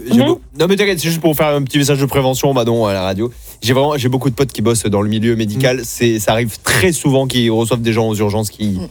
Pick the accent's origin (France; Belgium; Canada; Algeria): France; Mont-de-Marsan, Nouvelle-Aquitaine; moi je viens d'une petite ville de Mont-de-Marsan et du coup effectivement les parents savent qu'il vaut mieux venir chercher parce que nous il n'y a pas trop de taxis